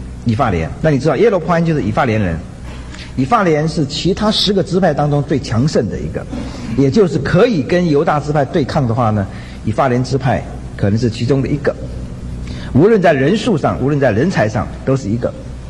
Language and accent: Chinese; China; 我们中国人